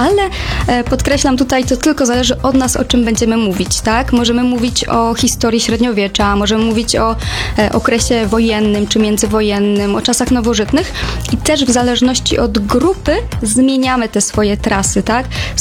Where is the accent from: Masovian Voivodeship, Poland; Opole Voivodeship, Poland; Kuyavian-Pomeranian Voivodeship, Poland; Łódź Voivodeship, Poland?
Kuyavian-Pomeranian Voivodeship, Poland; moved away as an adult; bo ja osobiście jestem z Podgórza Dobrzynia, tam mam też rodziców, rodzice zajmują się uprawą roli